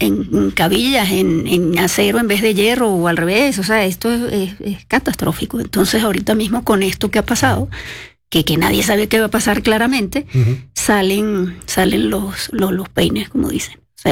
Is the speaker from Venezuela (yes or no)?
yes; Venezuela; now in Mexico; Fíjate, nosotros como venezolanos nos impacta mucho el tema de los gastos hidráulicos